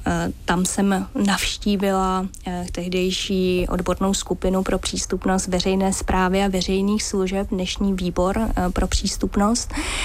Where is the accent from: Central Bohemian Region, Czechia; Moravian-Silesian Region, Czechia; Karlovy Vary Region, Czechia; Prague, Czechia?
Central Bohemian Region, Czechia; Mělník; když jsem jezdila mezi Mělníkem a Prahou a Mělníkem, protože já jsem z Mělníka